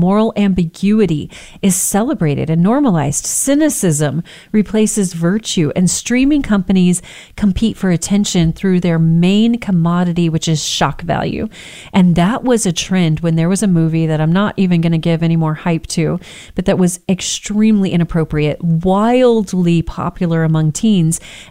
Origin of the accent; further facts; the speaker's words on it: Texas, United States; I grew up in Texas. That was a thing.